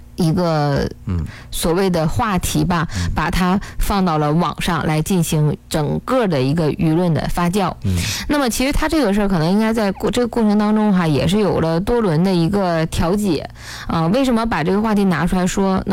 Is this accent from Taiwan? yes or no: no; Northeast China, China; 如果要是说用我们东北话哈，可能就是扒拉了一下。